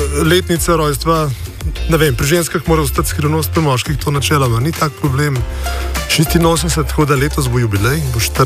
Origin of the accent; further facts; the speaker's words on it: Ljubljana, Central Slovenia, Slovenia; born there; Drugaj sem pa iz Ljubljane, ne, tukaj v Drašču rojen. Na obrobju sicer, ne, tako da sem malo bolj podeželjski človek, tako po naravi. In mi je super tukaj, no. Prebivam pa tudi rad v mojem drugem domu, to je pa nekje ob morju, na hrvaški Puli.